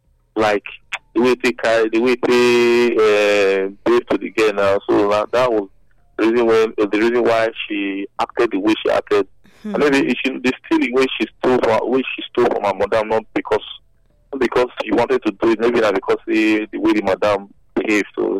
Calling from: Ebonyi, Nigeria; I'm from Ebonyi, but I'm not Benin.

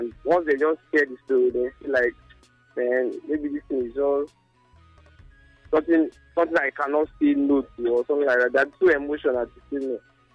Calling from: New Zealand; I'm calling from New Zealand.

